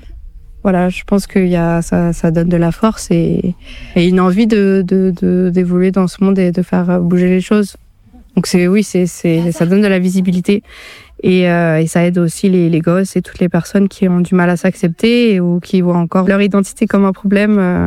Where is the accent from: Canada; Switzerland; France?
France; Normandy; viens de région parisienne. Et j'ai grandi dans le Calvados, un peu plus haut.